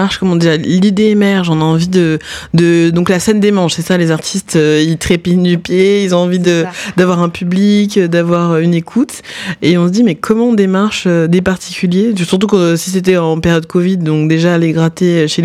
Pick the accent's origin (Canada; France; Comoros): France; Pont-de-l'Isère, Auvergne-Rhône-Alpes; Pour moi je suis de Pont-d'Isère, donc pour le territoire on est proche